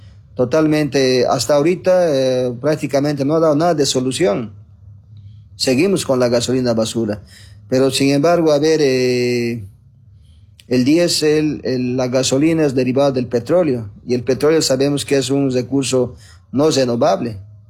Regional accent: Bolivia

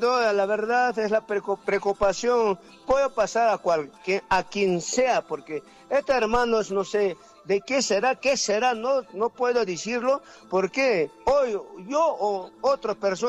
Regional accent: Mara District, Apurímac, Peru; mi pueblo de Distrito Mara

